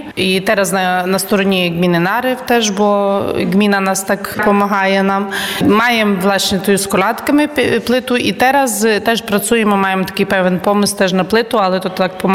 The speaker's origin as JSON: {"language": "Ukrainian", "town": "Rivne", "region": "Rivne Oblast", "country": "Ukraine", "moved": "as an adult", "lives_now": "Łosinka, Poland", "said": "Я сама походжу родом з України, з міста Рувне. Ну і вже тут зараз осінню буде 18 літ, як живу в Лосінці."}